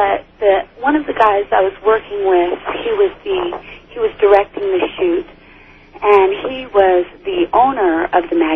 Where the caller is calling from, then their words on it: Colorado, United States; from Colorado.